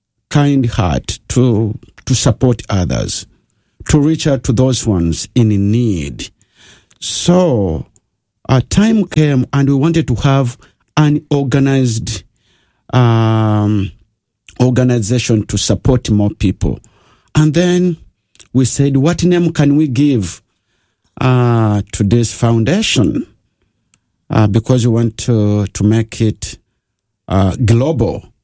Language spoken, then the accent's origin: English; Uganda; English is a second language; I was born and raised in Uganda.